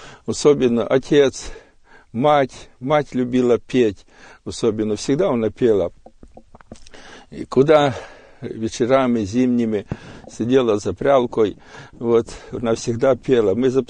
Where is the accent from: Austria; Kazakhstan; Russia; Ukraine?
Ukraine; Volyn Oblast; Я родился на Украине, на Волыни, в селе, в верующей семье. Родители были верующие.